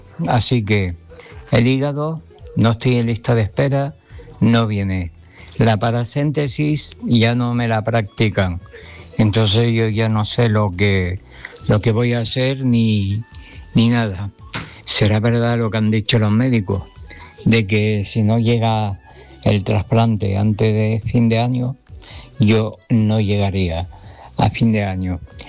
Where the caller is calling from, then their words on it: Grazalema, Andalusia, Spain; de Grazalema.